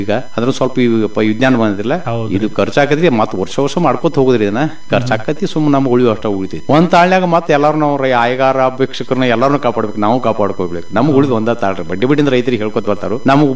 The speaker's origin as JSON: {"language": "Kannada", "region": "Karnataka", "country": "India", "tie": "born or raised there", "said": "ನಮ್ಮ ಊರ ತಪ್ಸಿಕೆ ಮುಣಕುಲ್ರಿ, ಗೋಕಾಕ್ ತಾಲೂಕ ಹಳ್ರಿ ಅರವಾ ವಿಭಾಗ. ನಮ್ದು ನಮ್ಮ ತಾಯಿ ಊರ ಪಟ್ಟುಕುಂದ್ರಿ. ನಾವು ವಿದ್ಯಾ ಕಲಿತದ್ದು ನಮ್ಮ ತಾಯಿ ಊರಾಗ, ಈಗ ನಾವು ಇರುದು ನಮ್ಮ ತಂದೆ ಊರಾಗ."}